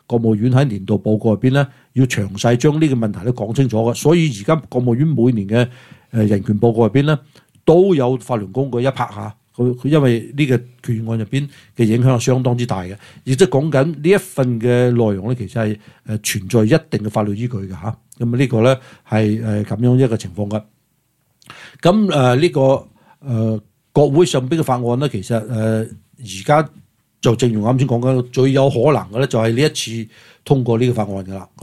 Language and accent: Cantonese; China; 簽個名保護我哋中國人咧係非常之重要嘅一個方式嚟嘅